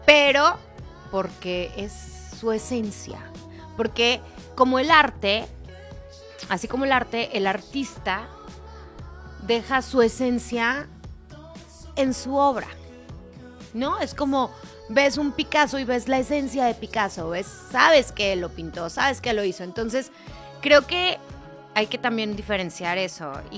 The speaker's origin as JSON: {"language": "Spanish", "country": "Mexico", "said": "Y qué afortunados somos nosotros los mexicanos de poder tener pues esta fe y tan arraigada."}